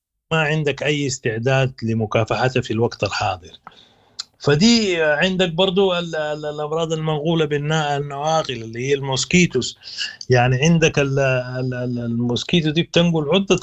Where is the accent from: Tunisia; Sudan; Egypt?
Sudan; كسودانيين